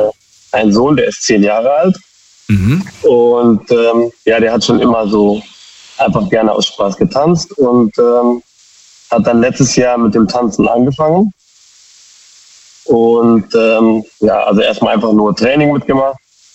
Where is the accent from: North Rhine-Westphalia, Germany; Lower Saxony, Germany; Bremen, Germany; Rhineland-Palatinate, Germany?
Rhineland-Palatinate, Germany; Koblenz; Und wir kommen aus Koblenz.